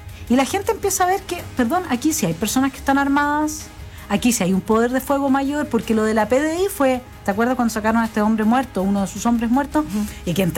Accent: Araucanía, Chile; nosotros lo sabemos porque somos de la Araucanía

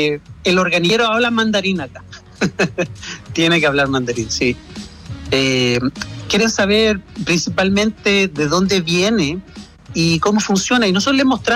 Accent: Chile; now in China; Tú sabes que en Chile nosotros le damos propina al organillero, al chinchinero cuando pasa.

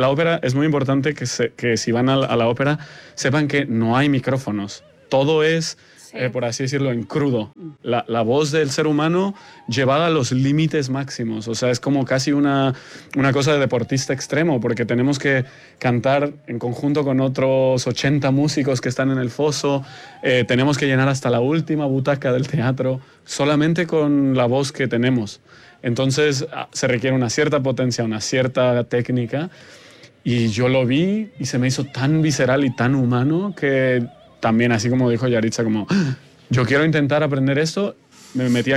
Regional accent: Fortín de las Flores, Veracruz, Mexico; moved away as an adult; also born or lived in Mexico City / Switzerland; now in Paris, France; yo vengo de un pueblito

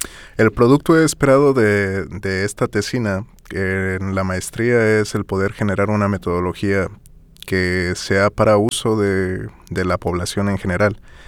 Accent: Veracruz, Mexico; now in Santiago, Chile; pero es más similar aquí a Chile que a Veracruz, el pueblo de donde yo vengo.

